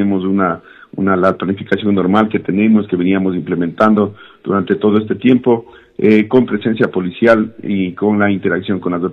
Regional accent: Ecuador; como ecuatorianos que somos.

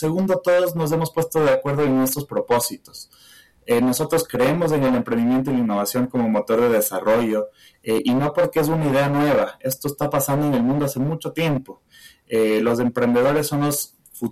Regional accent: Ecuador; La primera que sentimos nosotros que tenemos que hacer como ecuatorianos es creérnosla.

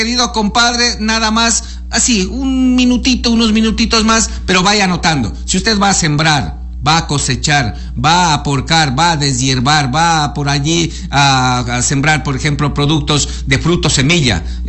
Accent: San Juan Bosco, Morona Santiago, Ecuador; Mi tierra, mi querido compadre.

